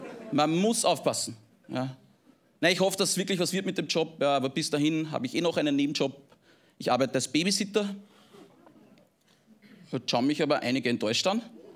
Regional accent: Engerwitzdorf, Upper Austria, Austria; Ja, ja, ich komme aus Oberösterreich, das liegt in Österreich, aus der Region des Mühlviertels. Das Dorf heißt Engerwitzdorf, ist sehr klein, ja, das werden Sie wahrscheinlich nicht kennen.

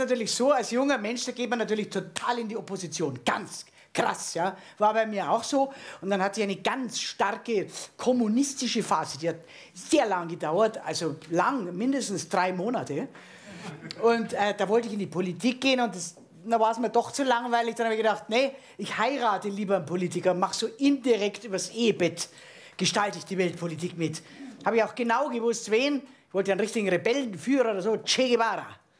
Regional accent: Krailling, Bavaria, Germany; Also wie ich aufgewachsen bin in Kreiling bei München, nicht München, sondern Kreiling bei München, ein kleiner Vorort.

